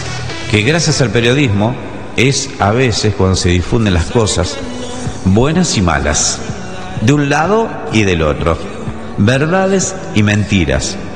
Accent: Argentina

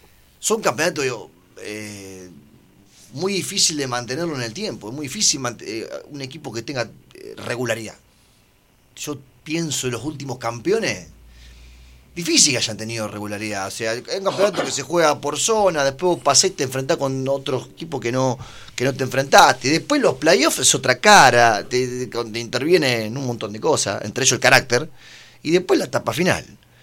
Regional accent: Pergamino, Buenos Aires Province, Argentina; nosotros somos de Pergamino

